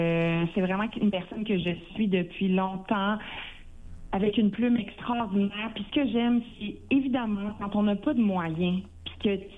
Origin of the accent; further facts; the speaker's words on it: Drummondville, Quebec, Canada; je viens de Drummondville, là, je viens du centre du Québec, je viens de région.